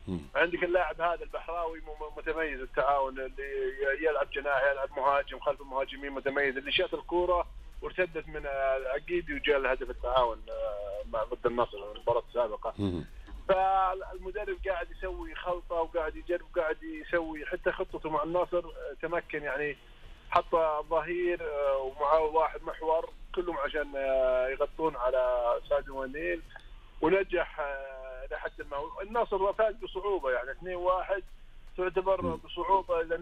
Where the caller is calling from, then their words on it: Buraydah, Al-Qassim, Saudi Arabia; أنا من القصيم بريد،